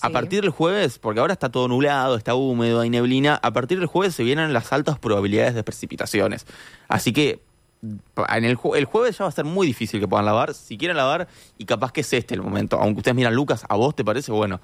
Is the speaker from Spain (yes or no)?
no; Uruguay